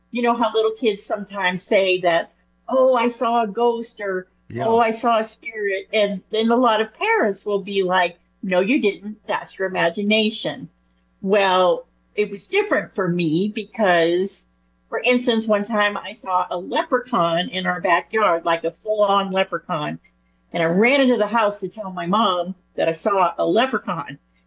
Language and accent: English; New Orleans, Louisiana, United States